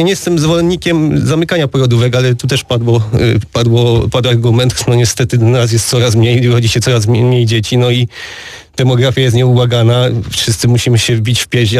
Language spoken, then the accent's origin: Polish; Kluczbork, Opole Voivodeship, Poland; akurat jestem z Kluczborka